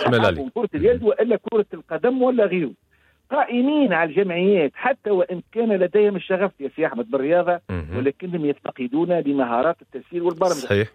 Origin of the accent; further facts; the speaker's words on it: Tunisia; أنا كمواطن تونسي عايش في البيت